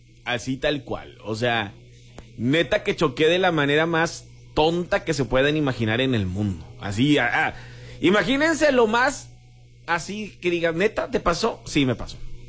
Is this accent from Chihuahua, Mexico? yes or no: no; Guerrero, Coahuila, Mexico; now in Piedras Negras, Mexico; Les recuerdo que yo crecí en Guerrero. De hecho, en Guerrero aprendí a manejar. Después vine a Piedras y choqué.